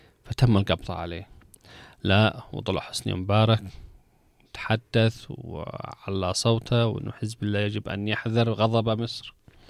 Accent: Yemen; أنا كإنسان يمني و كنت حاضر في كل المتغيرات التي حصلت من 2014 إلى الآن،

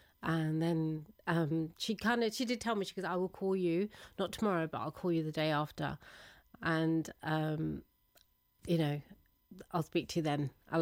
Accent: India; Indian, aren't you? She sort of said to me. I said, yeah, I am.

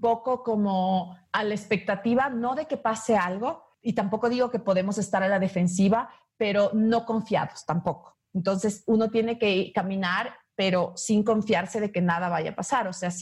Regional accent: Quito, Pichincha, Ecuador; en la ciudad de Quito, yo soy quiteña

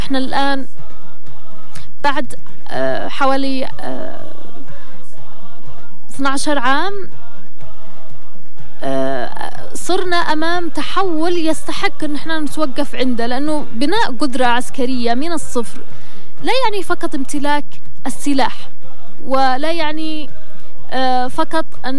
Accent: Yemen; بالنسبة لنا كيمنيين

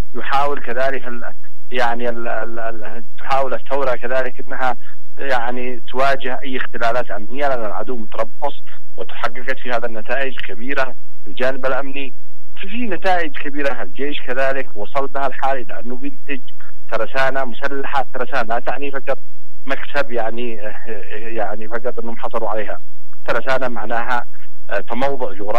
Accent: Yemen; وإحنا بنقول كأنصار الله نحن جزء من اليمن

